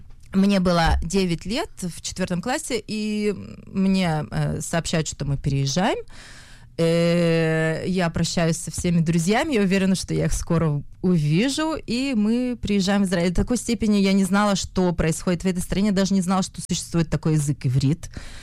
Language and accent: Russian; Irkutsk, Irkutsk Oblast, Russia; born there; Родилась я в Сибири. В городе Иркутск. У меня есть еще две сестры. Мама, папа. И мы жили...